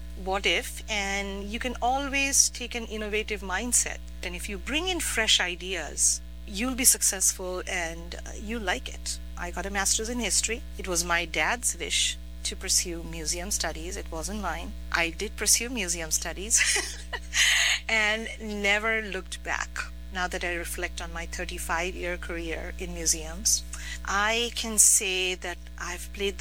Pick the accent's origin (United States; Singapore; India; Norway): India; I was born in India X decades ago. I won't tell you how many decades ago. I grew up with a very sort of broad mindset.